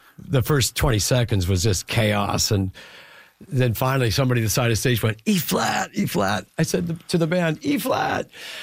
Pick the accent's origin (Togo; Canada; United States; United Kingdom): Canada; Regina, Saskatchewan; And then we did the same thing the next night in my hometown of Regina. And now I'm in my hometown with like people I knew in the audience.